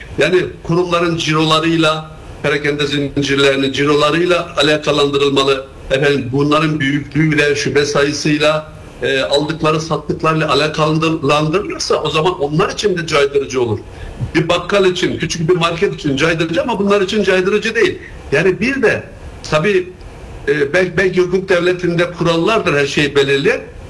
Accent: Kars, Turkey; ben şu anda Kars'tan sizinle konuşuyorum. Benim memleketim burası.

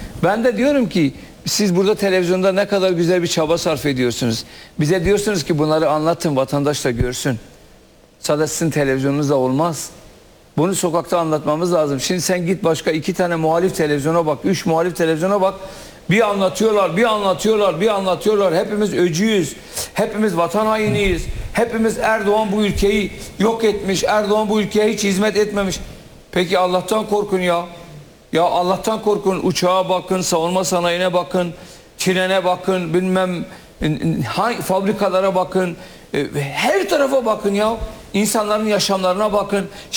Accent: Kurdistan, Turkey; ben bir Kürt olarak görüyorum

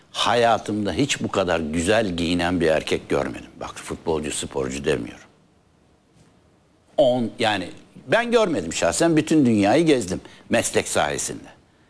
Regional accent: Istanbul, Turkey; bizim mahalle yani Cevizlik. Yoğurtçu Park'ın üstü öyle evet.

